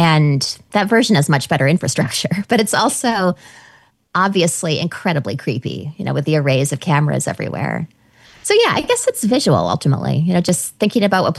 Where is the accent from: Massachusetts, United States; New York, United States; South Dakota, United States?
New York, United States; as a New Yorker, every time I spend time there, I live there part-time now